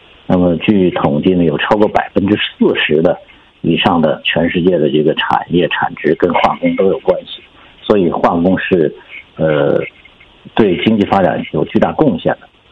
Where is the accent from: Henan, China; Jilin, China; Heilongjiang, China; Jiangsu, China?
Jilin, China; Songyuan; 我是吉林松原人。